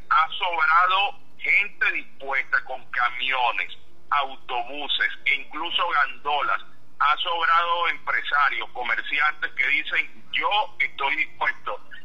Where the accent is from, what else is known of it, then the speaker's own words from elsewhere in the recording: Venezuela; aquí dispuesto a seguir haciendo lo que nos toca como ciudadanos, como venezolanos